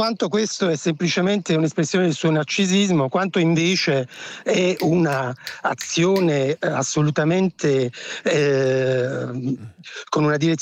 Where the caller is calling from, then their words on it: Aegina, Attica, Greece; chiamo da Egina, un'isola del Golfo Saronico.